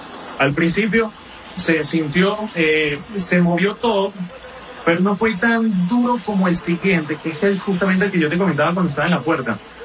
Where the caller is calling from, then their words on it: Chacao, Miranda, Venezuela; Yo vivo en Chacao